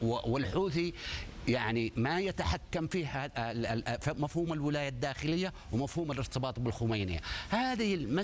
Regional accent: Yemen; وبالتالي الحرب بالنسبة لنا كيمنيين لا نريدها

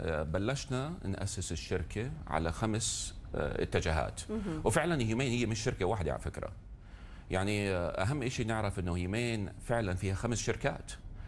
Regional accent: Saudi Arabia; وطبعا عندنا شغلة بالسعودية العالم كله ما عندها

